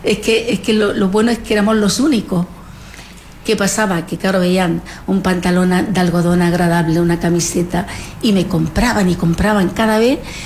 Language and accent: Spanish; Marchena, Andalusia, Spain; moved away; yo he nacido en un pueblo de secano, que en mi pueblo, yo creo, no sé si me escucha algún marchenero, pero creo que no hay ni río